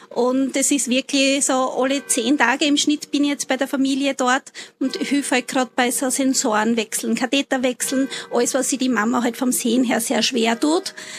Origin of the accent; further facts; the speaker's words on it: Bruck an der Mur district, Styria, Austria; now in Graz-Umgebung, Austria; Also ich komme ursprünglich aus Bezirk Bruck an der Mur. Bezirk mit Zuschlag und jetzt aber Graz Umgebung